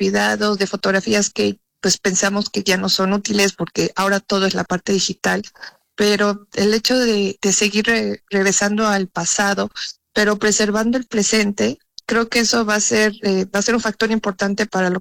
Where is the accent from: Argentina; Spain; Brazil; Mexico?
Mexico; born there; soy boliviana, mexicana, nací aquí en México, pero pues mis raíces son bolivianas. Pues el hecho de conectar mis dos países me enorgullecen